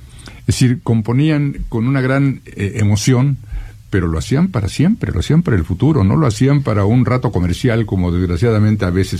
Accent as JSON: {"language": "Spanish", "country": "Mexico", "said": "una, sí, cultura que hoy nos llena de orgullo, y ¿sabes qué? Que nos da un sentido de pertenencia como mexicanos."}